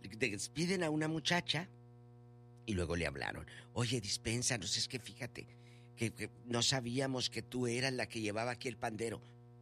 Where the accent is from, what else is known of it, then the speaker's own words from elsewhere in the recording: Chihuahua, Mexico; Decimos en mi tierra, a la torta. Chihuahua.